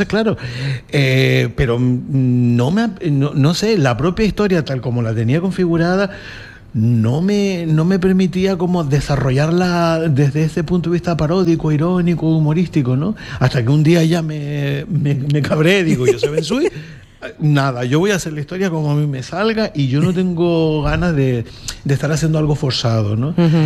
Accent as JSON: {"language": "Spanish", "town": "Arrecife", "region": "Canary Islands", "country": "Spain", "tie": "born or raised there", "said": "Y yo, que he nacido aquí, que he vivido siempre en Arrecife, que me he criado, que salvo la época en la que estuve fuera estudiando y demás"}